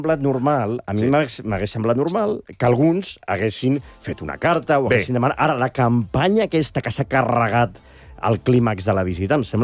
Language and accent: Catalan; Catalonia, Spain; first language Catalan; Jo que sóc catalanoparlant com a llengua materna